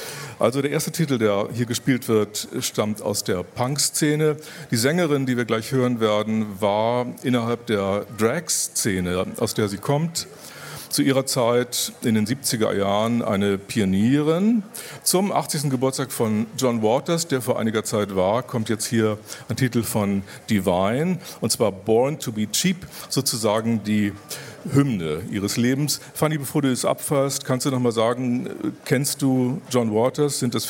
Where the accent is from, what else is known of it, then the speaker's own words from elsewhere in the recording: Bremen, Germany; Also ich komme ja aus Bremen